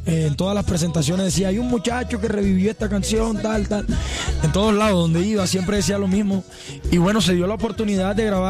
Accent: La Guajira, Colombia; Tengo 23 añitos, pero vengo de La Guajira.

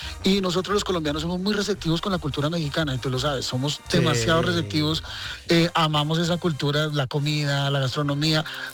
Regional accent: Bogotá, Colombia; also born or lived in Cali; es que nosotros nacimos en Cali, pero... Toda nuestra carrera ha sido cundinamarquesa. Nosotros somos de Bogotá, hemos vivido en Bogotá todo el tiempo

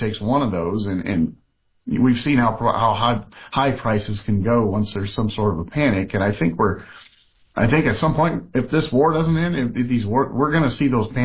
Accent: Oregon, United States; I'm from Oregon, so I mean, we're expecting them to not let us do that in the first place.

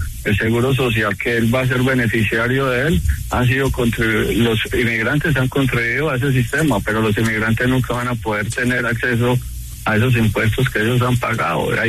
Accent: El Carmen de Viboral, Antioquia, Colombia; moved away as an adult; also born or lived in Tennessee; now in North Carolina, United States; yo soy del Carmen de Oral, Antioquia.

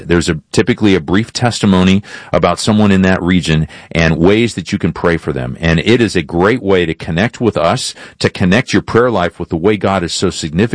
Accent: England, United Kingdom; I'm not gifted in language. I am English.

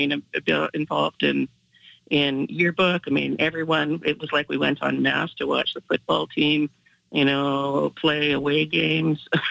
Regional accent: Manitoba, Canada; Oh, yeah, no, grew up near Owens Creek.

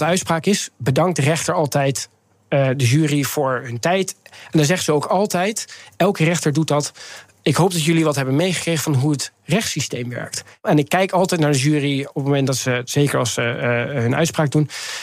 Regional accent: Netherlands; moved away as an adult; now in Scotland, United Kingdom; Ik ben opgegroeid in Nederland.

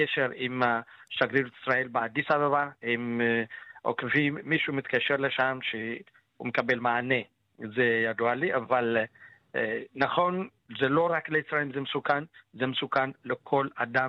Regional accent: Ethiopia; now in Israel; במיוחד אתיופיה, מדינה שהיינו גדלנו, נולדנו בה

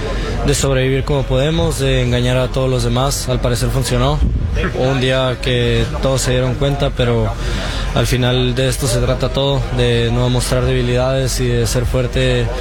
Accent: Mexico; yo también nunca esperé ser amigo de un esloveno siendo mexicano

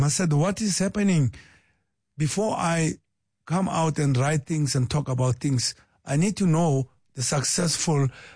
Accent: South Africa; I'm South African

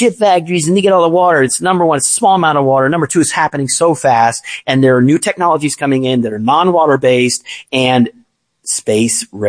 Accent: Virginia, United States; moved away; Sorry, I moved out here from Virginia.

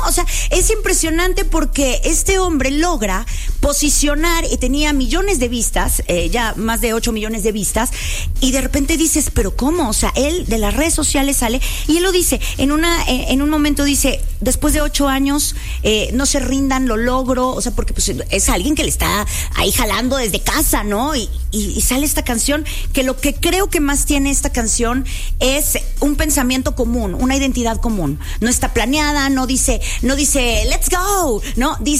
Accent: Mexico; Porque así somos los mexicanos.

